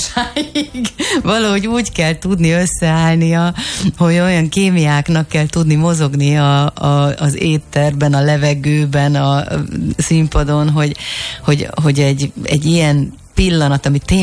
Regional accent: Hungary; first language Hungarian; Nekem nagyon fontos az anyanyelvem. Játszottam én is külföldi filmben, koprodukcióban, beszéltem szinkronban németül, de nekem nagyon fontos a magyar

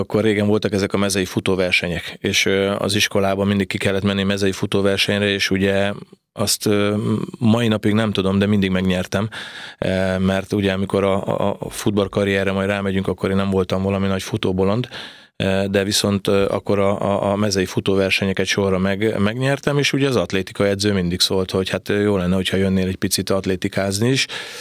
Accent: Kazincbarcika, Borsod-Abaúj-Zemplén, Hungary; moved away as an adult; now in Budapest, Hungary; és én ott születtem, ugye ott végig jártam a ranglétát, tehát hogyha lehet ezt mondani, tehát 18 éves koromig én ott voltam, amíg le nem érettségiztem.

